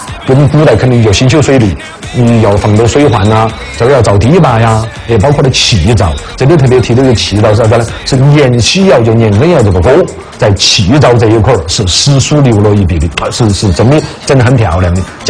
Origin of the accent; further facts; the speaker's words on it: China; 这个也是我们中国人老话